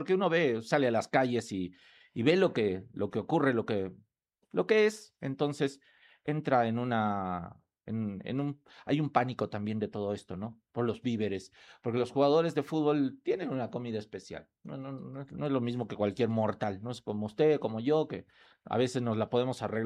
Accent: Bolivia

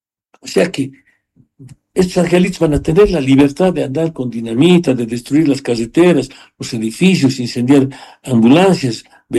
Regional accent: Bolivia

